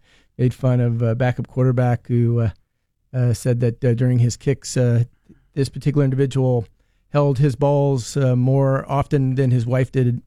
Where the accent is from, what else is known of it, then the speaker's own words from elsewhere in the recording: South Africa; born there; because I was born in South Africa, so I basically celebrate two birthdays